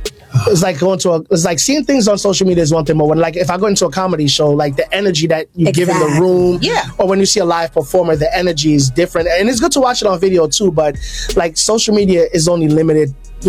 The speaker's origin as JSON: {"language": "English", "town": "Bronx", "region": "New York", "country": "United States", "tie": "born or raised there", "also_born_or_lived": "Jamaica"}